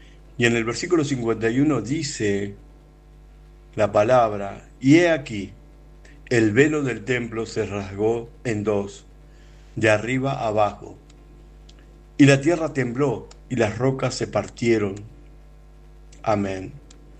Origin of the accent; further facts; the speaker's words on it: Argentina; de Argentina y agradezco a Dios por este tiempo de poder compartir la palabra con ustedes.